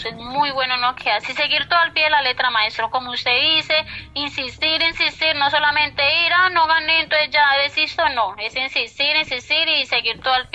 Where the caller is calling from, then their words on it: Tabio, Cundinamarca, Colombia; lo llamo de Tabio, Cundinamarca, paciente suyo de Bogotá.